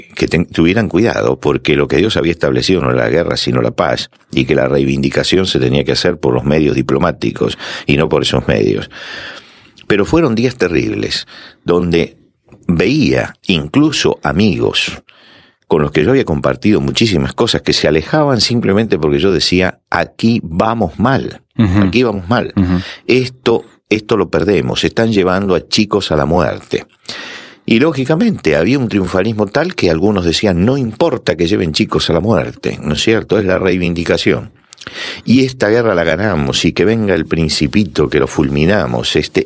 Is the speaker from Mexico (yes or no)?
no; Argentina